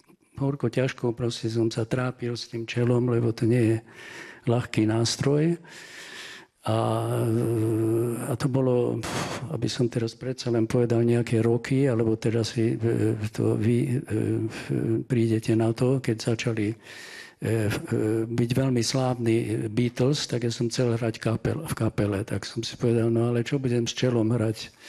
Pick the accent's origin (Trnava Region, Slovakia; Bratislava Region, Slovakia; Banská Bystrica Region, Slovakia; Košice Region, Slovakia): Košice Region, Slovakia; Košice; Vyrastal som v Košiciach